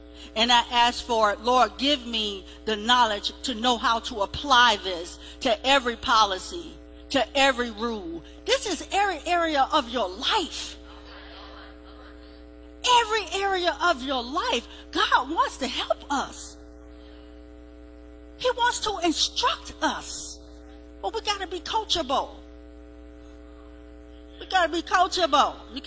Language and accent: English; the South, United States; Growing up in the South